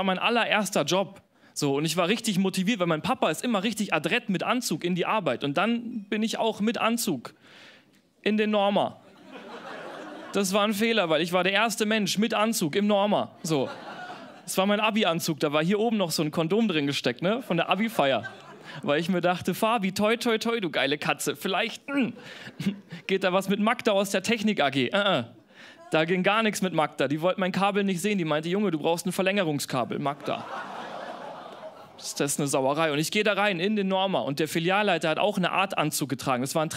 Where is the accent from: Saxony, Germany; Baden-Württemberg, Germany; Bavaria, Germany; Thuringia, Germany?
Bavaria, Germany; accent: Bavarian; Ihr habt gerade richtig Angst, dass ich bayerisch rede, ne? Alles gut, Mann. Ich habe den Dialekt dagelassen.